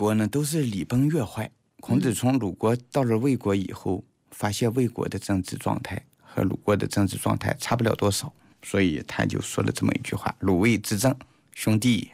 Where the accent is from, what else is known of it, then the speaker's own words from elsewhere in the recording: China; 我们中国人